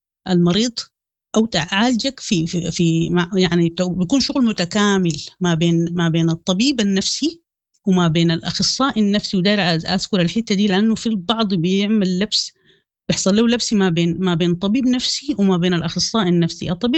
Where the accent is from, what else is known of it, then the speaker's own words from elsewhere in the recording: Sudan; حتى في التربيه حقتنا نحن كسودانيين انه مثلا انه الراجل ما بيبكي،